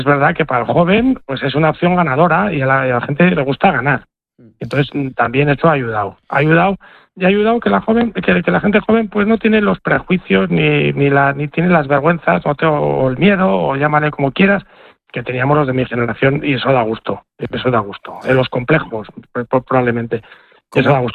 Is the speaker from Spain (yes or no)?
yes; Spain